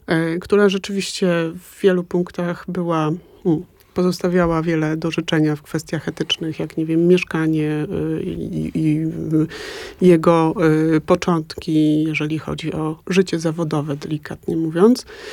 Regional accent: Łódź, Łódź Voivodeship, Poland; ja pochodzę z łódzkiego podwórka

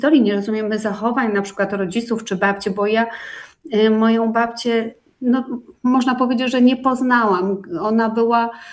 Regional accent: Niewiadów, Łódź Voivodeship, Poland; Najbliższy ujazd, Niewiadów, bo pochodzę z Niewiadowa. To są te okolice.

